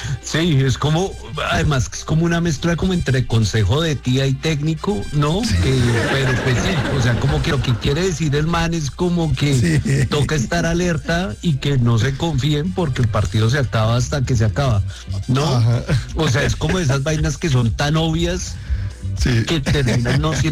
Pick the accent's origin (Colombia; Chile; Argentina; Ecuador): Colombia; si somos de Colombia y pues vemos fútbol, pues somos hinchas de la selección.